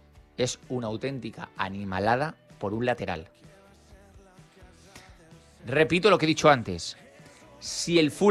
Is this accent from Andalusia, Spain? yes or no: no; Valencia, Valencian Community, Spain; Y yo soy de Valencia